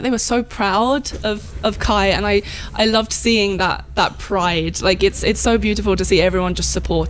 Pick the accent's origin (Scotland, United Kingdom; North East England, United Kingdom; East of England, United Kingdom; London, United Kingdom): London, United Kingdom; Whereas for me, I'm from London, so it's the complete polar opposite.